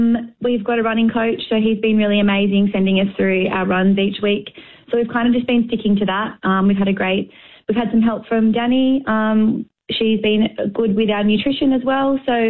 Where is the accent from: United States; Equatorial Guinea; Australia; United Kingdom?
Australia; Orange, New South Wales; So I'm 32. Born and raised in Orange.